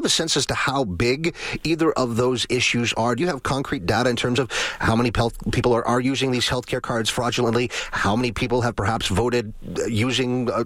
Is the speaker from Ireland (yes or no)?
no; Canada; What tangibly does this provide me as a Canadian citizen?